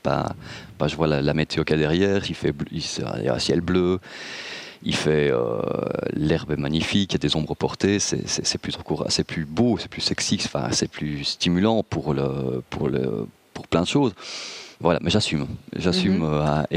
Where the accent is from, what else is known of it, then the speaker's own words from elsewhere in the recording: Barvaux, Wallonia, Belgium; je suis belge, wallon, barvautois